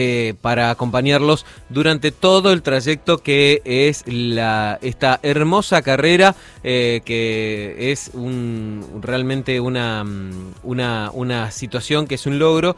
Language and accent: Spanish; Argentina; hablo como argentinos